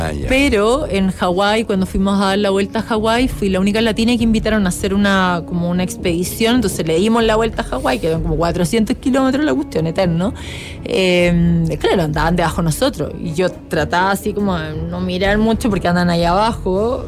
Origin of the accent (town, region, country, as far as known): Chile